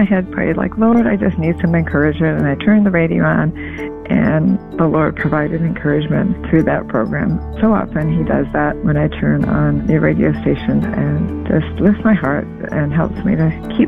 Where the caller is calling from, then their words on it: Hutchinson, Kansas, United States; I'm calling from Hutchinson, Kansas.